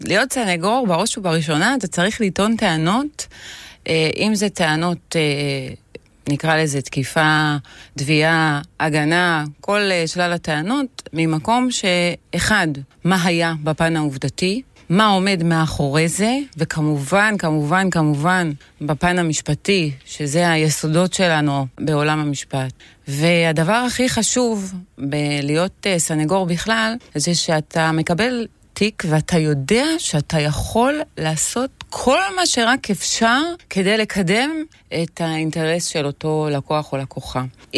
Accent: Beit She'an, Northern District, Israel; also born or lived in Netanya; אני באמת נולדתי בבית שאן, גדלתי בבית שאן, עיר מדהימה בעיניי. הייתה לי ילדות מדהימה בעיר הזאת.

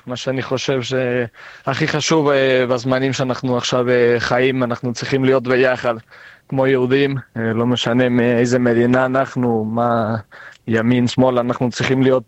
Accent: Mexico; born there; first language Spanish; Hebrew is a second language; נולדתי במקסיקו, כן.

